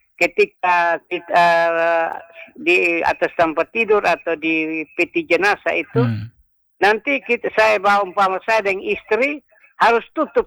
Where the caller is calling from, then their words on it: Rote, East Nusa Tenggara, Indonesia; saya orang Rote